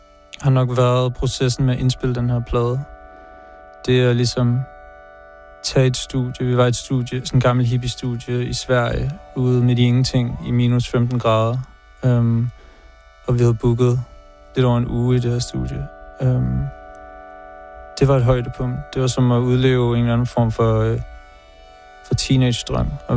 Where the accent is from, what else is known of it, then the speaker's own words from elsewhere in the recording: Copenhagen, Capital Region of Denmark, Denmark; Jeg kommer fra København.